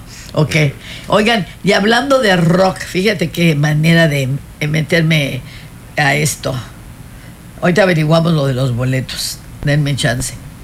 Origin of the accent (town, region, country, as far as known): Mexico